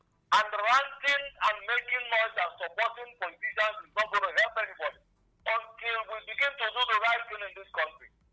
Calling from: Nigeria; This is like I'm calling from Nigeria.

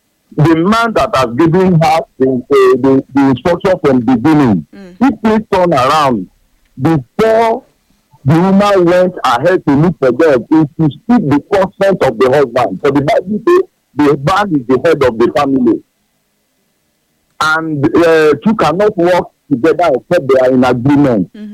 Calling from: Elebu, Oyo, Nigeria; from Elebu.

